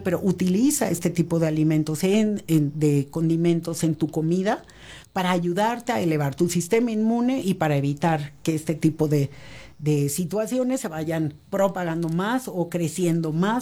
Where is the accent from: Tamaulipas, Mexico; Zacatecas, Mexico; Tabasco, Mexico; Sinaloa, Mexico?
Tabasco, Mexico; Lo que pasa es que allá en mi pueblo dirían, en Tabasco, que hace tanto calor, todo lo que esté frío vale más.